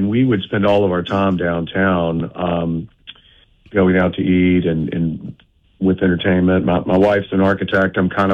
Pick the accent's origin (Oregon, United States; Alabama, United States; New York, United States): Alabama, United States; Birmingham; I was born and raised in Birmingham, loved the city, always fascinated by the city.